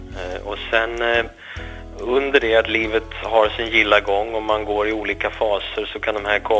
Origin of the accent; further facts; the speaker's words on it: Gävle, Gävleborg County, Sweden; uppväxten i normala Sverige och Gävle där jag växte upp utan någon koppling till kyrka eller religion i vare sig skola eller det dagliga livet. Jag kommer från en jättefin familj med två härliga föräldrar